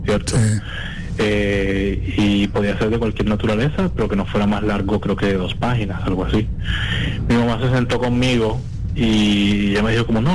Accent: Cartagena, Bolívar, Colombia; Yo nací, mis primeros años fue en La Esperanza. Ajá. Luego nos mudamos para el barrio de Los Alpes. Allá viví casi toda mi infancia y parte de mi adolescencia.

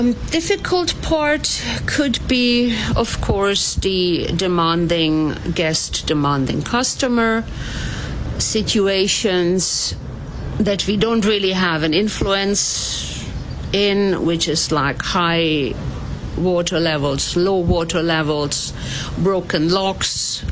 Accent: Germany; I am originally from Germany. Actually, from father's side, I'm Hungarian, so I'm kind of a kid of the Danube.

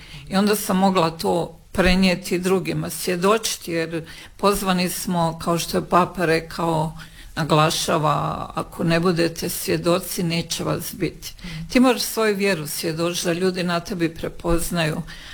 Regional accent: Bosnia & Herzegovina; ja sam rođena u Bosni. Odrastala sam na Plehanu, to je jedno poznato mjesto koje mi kažemo da je to u Bosni kao što je Pariz u Francuskoj, za nas je Plehan u Bosni.

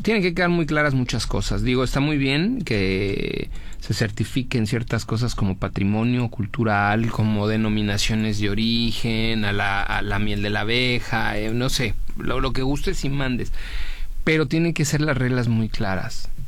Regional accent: Mexico; Y yo como mexicano también tengo un derecho sobre ellas

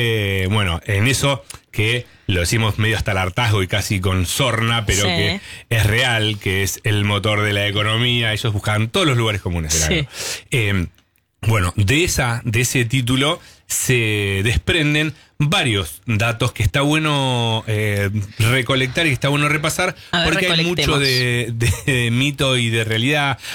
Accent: Tucumán, Argentina; Sí. Siempre somos tucumanos.

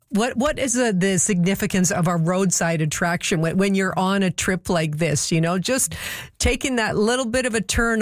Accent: Prince Rupert, British Columbia, Canada; And Prince Rupert's my hometown, so I hope they treat you well there.

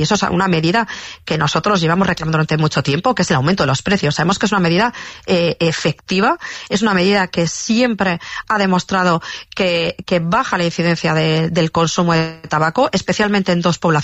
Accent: Galicia, Spain; pues yo más que soy gallega, pues es el pesimismo propio de los gallegos, ¿no?

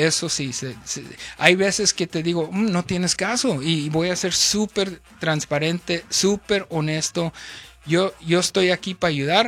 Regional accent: Chihuahua, Mexico; also born or lived in Tijuana; now in Los Angeles, United States; somos norteños.

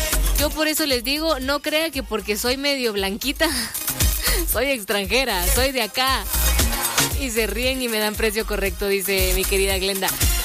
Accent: Guatemala; si somos chapines, hombre, no ve que se nos sale aquí el barrio

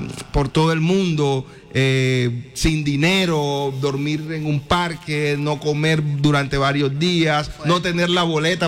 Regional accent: Colombia; hoy en día es un honor para nosotros como colombianos.

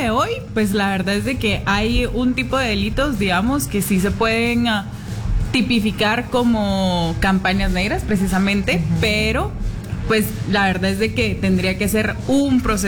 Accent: Guatemala; Bueno, a ver, soy una joven guatemalteca, siempre apasionada por los temas de la política y la vida social.

